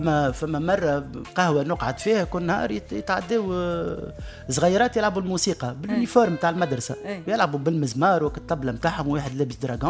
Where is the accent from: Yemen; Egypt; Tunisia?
Tunisia; accent: Tunisian dialect